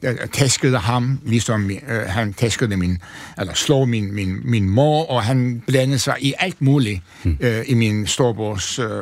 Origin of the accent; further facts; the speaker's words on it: Antalya, Turkey; Danish is a second language; now in Denmark; Altså, min far var apoteker, tjente mange penge i den lille by Antalya, som er kæmpestor, trist by.